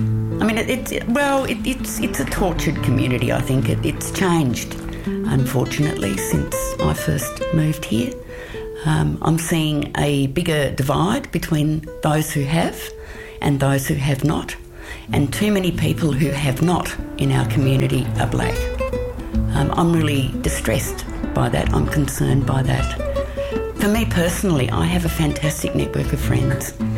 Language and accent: English; Mount Gambier, South Australia, Australia; born there; now in Alice Springs, Australia; I was born in Mount Gambier. In fact … in Dismal Swamp. I moved to Alice about 13 years ago